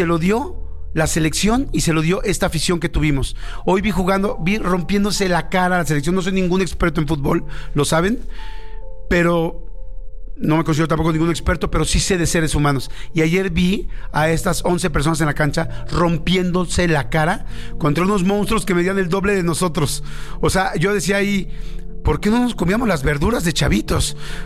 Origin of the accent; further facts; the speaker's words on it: Mexico; Seguías poniendo la playera porque somos mexicanos y porque estamos ahí hasta el final